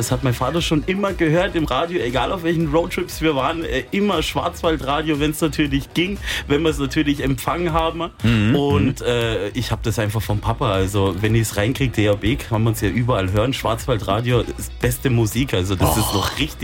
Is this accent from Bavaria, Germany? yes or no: yes; Dingolfing, Bavaria, Germany; Wir kommen ja aus Dingolfing, also wir führen dort ein Recyclingunternehmen, jetzt in zweiter Generation.